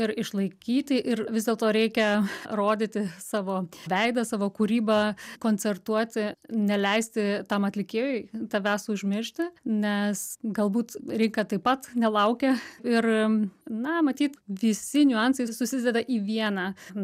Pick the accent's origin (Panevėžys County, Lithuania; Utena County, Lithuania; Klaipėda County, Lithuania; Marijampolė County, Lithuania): Panevėžys County, Lithuania; Pasvalys district; now in Germany; Nors aš gimiau taip pačiam Pasvalyje, tie patys pirmieji meteliai buvo miestelėje pačiame, o tada jau pavykus susigražinti mano senelių statytus namus, mes išsikrausim jau į Tetervinus.